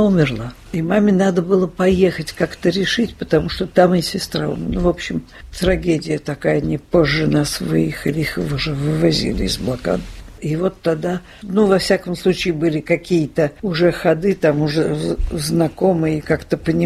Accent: Saint Petersburg, Russia; born there

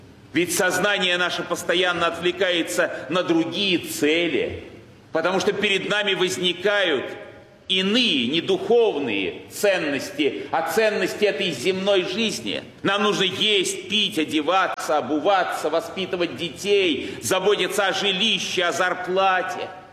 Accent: Saint Petersburg, Russia; Я родился здесь, в Петербурге, в благочестивой семье. Мой отец был священником. Жили мы очень стесненно материально в послевоенном Ленинграде, практически в одной комнате

